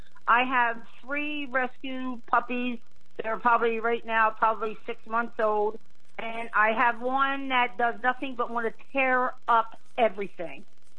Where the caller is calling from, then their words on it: Milford, Delaware, United States; I'm calling from Milford, Delaware.